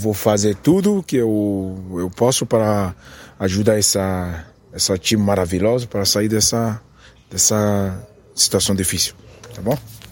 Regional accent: Nigeria; now in Brazil; sou da Nigéria.

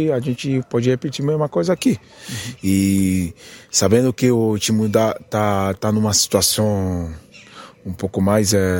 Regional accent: Nigeria; now in Brazil; sou da Nigéria.

